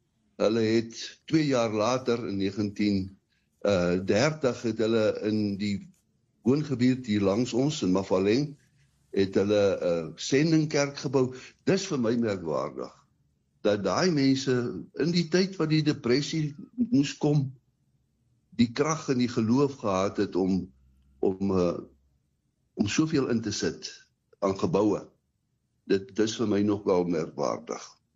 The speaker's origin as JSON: {"language": "Afrikaans", "town": "Tweeling", "region": "Free State", "country": "South Africa", "said": "mense vra vir my, waar kom jy vandaan? Dan sê ek Tweeling, dan sê hulle, waar is dit? Dan sê ek, man, dis tussen Ryds in Frankfurt. Maar weet jy, Tweeling is eintlik die poort na Clarence"}